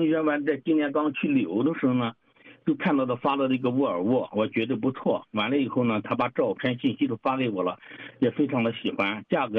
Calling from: Urumqi, Xinjiang, China; 我是乌鲁木齐的，

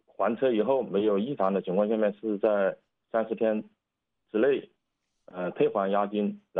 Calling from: Changsha, Hunan, China; 我是那个岳麓区的

